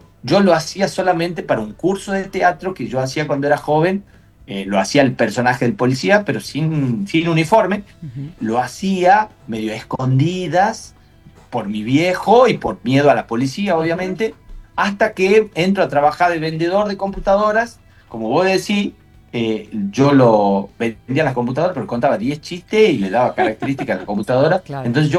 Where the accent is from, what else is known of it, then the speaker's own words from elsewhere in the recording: Tucumán, Argentina; yo soy tucumano con ascendencia en santiagueño.